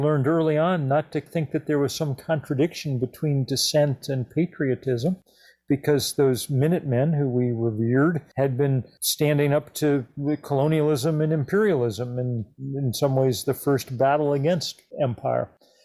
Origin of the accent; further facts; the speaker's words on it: Lexington, Massachusetts, United States; born there; I'd moved to the suburbs as a boy with my family. And the one I moved to, Lexington, Massachusetts, was as middle American as you could get